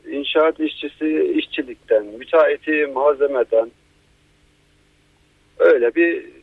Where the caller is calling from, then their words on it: Ankara, Turkey; Ankara'dan.